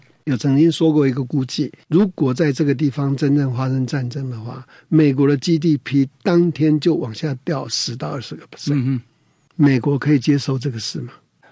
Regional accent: Taiwan; 那我们台湾人不应该被这个骗的。

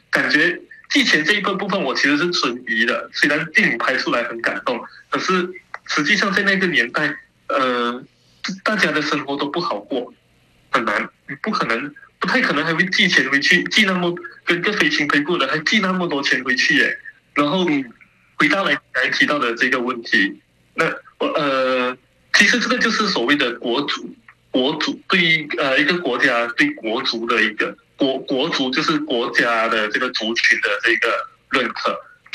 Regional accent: Malaysia; 你可以叫我就是马来西亚人，你可以叫我华人，但是请不要叫我马来人，也不要叫我中国人。

